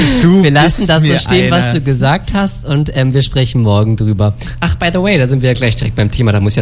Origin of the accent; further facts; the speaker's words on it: Germany; Man könnte mir jetzt vorwerfen, irgendwie ich bin böse gegenüber den Franzosen als Deutscher